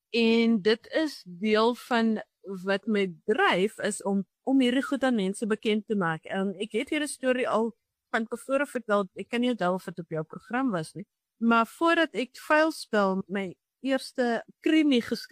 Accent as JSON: {"language": "Afrikaans", "town": "Grabouw", "region": "Western Cape", "country": "South Africa", "tie": "born or raised there", "moved": "as an adult", "said": "Ek het op Grabouw groot geword waar ek nou weer bly. Ek was vir 'n lang tyd weg."}